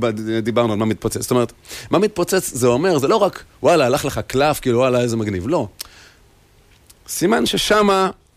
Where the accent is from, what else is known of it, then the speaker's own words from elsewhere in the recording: Safed, Northern District, Israel; כן, כן, כן.